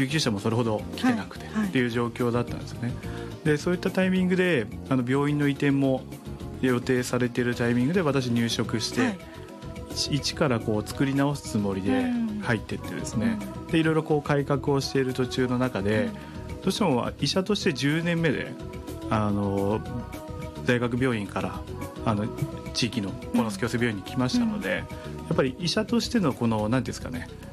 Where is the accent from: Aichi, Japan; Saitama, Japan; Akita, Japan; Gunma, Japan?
Saitama, Japan; Konosu; 私も鴻巣出身なんで、